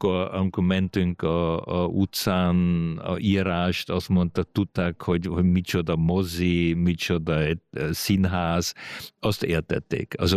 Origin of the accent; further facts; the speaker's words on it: Hungary; accent: Hungarian; angolban és franciában mondják, hogy nekem van egy magyar akcentusom. Párszor vannak szavak, ahol én is nekem egy magyar akcentusom van. Azért az, hogy én fölnőttem már két nyelvvel, segített nekem más nyelvet tanulni.